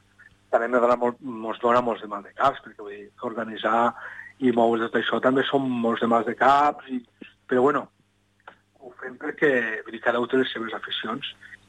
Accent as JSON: {"language": "Catalan", "region": "Valencian Community", "country": "Spain", "said": "nosaltres som del País Valencià"}